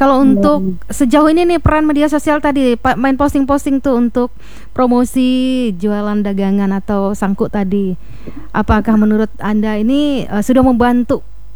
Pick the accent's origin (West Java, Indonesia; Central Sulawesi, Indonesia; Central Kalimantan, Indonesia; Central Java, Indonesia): Central Kalimantan, Indonesia; Syarat utamanya itu kalau untuk kita suku Dayak.